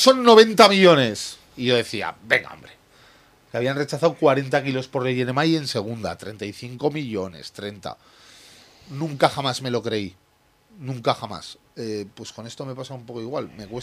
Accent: Benicarló, Valencian Community, Spain; now in Movera, Spain; Estoy de vacaciones en mi pueblo, Benicarló, siguiéndonos desde la televisión, oyendo el mar a 21 grados y mi mujer tomando el sol.

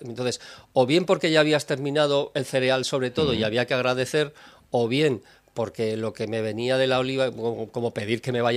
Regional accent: Zaragoza, Aragon, Spain; born there; todos los que somos de Zaragoza

